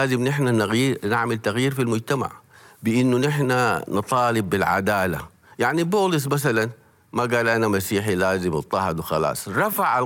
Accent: Sudan

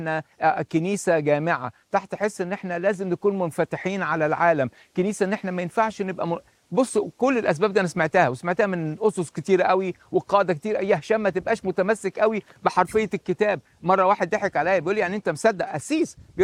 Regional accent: Egypt; now in United States; انا عايش في امريكا اساسا من مصر، وبفتخر ان انا من مصر وبفتخر ان انا عايش في امريكا

